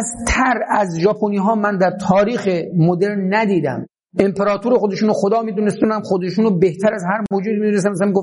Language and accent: Persian; Bandar-e Anzali, Gilan, Iran; ما تو شهر خودمون انزلی قبرستان لهستانیا داشتیم